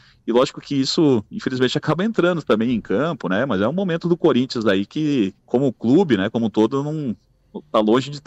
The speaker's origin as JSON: {"language": "Portuguese", "region": "Rio Grande do Sul", "country": "Brazil", "said": "Bom, a galera sabe, eu sou lá do Rio Grande do Sul e tudo, e lá os dois times também, né?"}